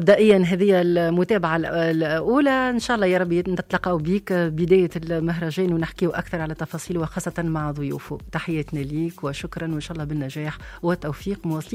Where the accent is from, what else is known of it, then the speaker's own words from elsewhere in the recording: Tunisia; accent: Tunisian; نساعدوا شوية البرا كما نقولوا بلهجتنا التونسية